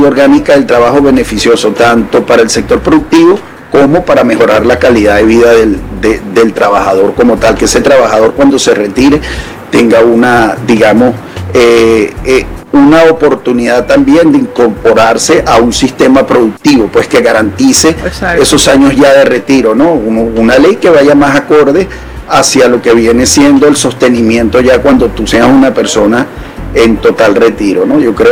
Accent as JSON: {"language": "Spanish", "country": "Venezuela", "said": "yo como venezolano también quiero exportar para Colombia."}